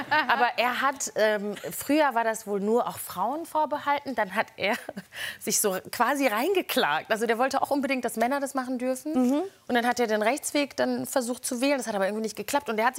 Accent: Neukirchen-Vluyn, North Rhine-Westphalia, Germany; Ich aus Neukirchen-Flühen.

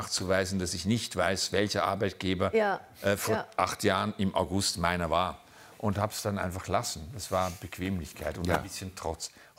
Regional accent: Switzerland; Ich sag's, es ist einem Schweizer verboten. Als Schweizer sagt man sowas nicht.

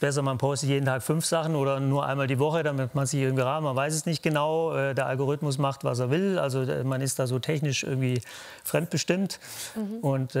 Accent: Swabia, Germany; Nee, da bin ich Schwabe.

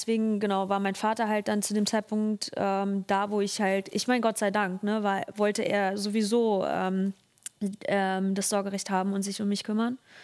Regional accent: Germany; Also am Ende bin ich halt schon in Deutschland groß geworden. Das ist halt einfach so hier mein Land irgendwo.

